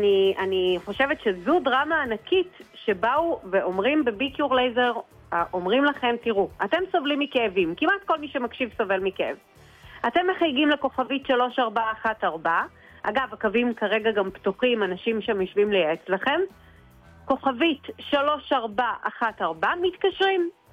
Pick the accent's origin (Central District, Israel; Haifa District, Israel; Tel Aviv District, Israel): Haifa District, Israel; Haifa; וגם אני חיפאית וחיפה לחיפאים באמת